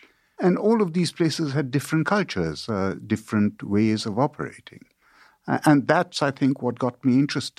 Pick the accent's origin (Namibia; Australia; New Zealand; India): India; also born or lived in China / United Kingdom; now in United States; You know, so I grew up in India and China and Britain. I studied in these places. You know, I went to Catholic school in China and then to a boarding school in India. And then I went to a boarding school in Britain.